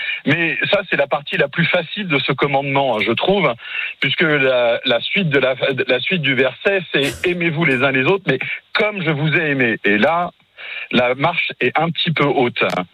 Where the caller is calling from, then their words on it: Marly-le-Roi, Île-de-France, France; De Marly-le-Roi.